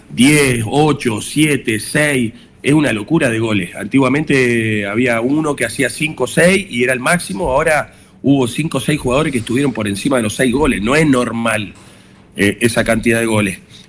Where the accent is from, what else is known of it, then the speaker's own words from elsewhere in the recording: Argentina; now in Chile; uno es argentino.